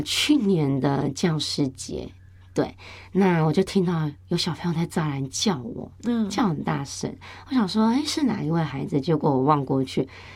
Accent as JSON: {"language": "Chinese", "region": "southern Taiwan", "country": "Taiwan", "moved": "yes", "lives_now": "New Taipei, Taiwan", "said": "因为我是南部，我是客家人，所以我们就报名了客语组"}